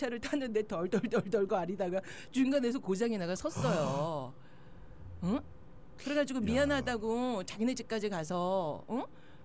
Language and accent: Korean; Daejeon, South Korea; 전 대전이에요 우리